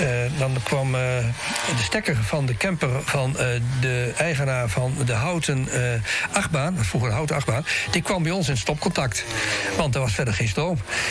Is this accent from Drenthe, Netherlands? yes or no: yes; Assen, Drenthe, Netherlands; born there; mensen die in Assen bekend zijn, ik ben geboren in de Paul Krugerstraat.